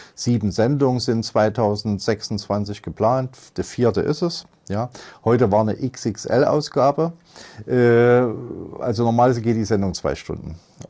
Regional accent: Leipzig, Saxony, Germany; 1970 geboren in Leipzig, noch wohnhaft in Leipzig.

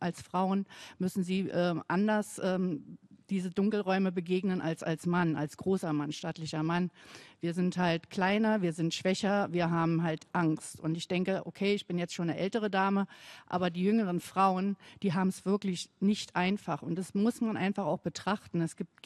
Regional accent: Berlin, Germany; bei mir an der Osloer Straße, ich bin aus dem Wedding

